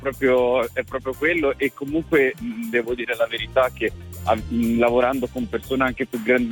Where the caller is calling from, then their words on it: Pisa, Tuscany, Italy; Io sono di Pisa, uh-huh. E ho 24 anni, quasi 25.